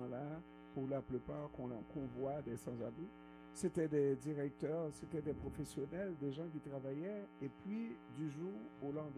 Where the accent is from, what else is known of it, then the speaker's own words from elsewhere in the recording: Haiti; now in Canada; alors que moi, je viens d'arriver d'Haïti, je ne suis pas sans abri.